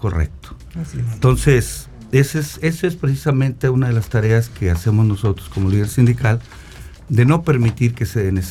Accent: San Luis Potosí, Mexico; somos de San Luis, nos interesa el bienestar de San Luis.

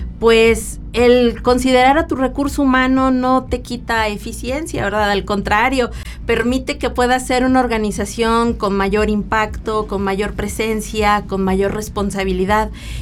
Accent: San Luis Potosí, Mexico; Mi camino empieza aquí en San Luis Potosí

